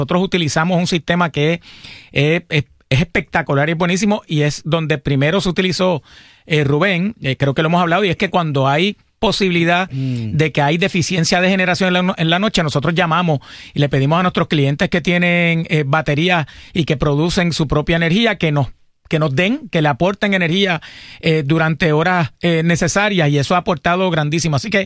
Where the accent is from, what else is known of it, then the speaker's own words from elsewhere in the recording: Arecibo, Puerto Rico; Recuerda, yo soy de Arecibo.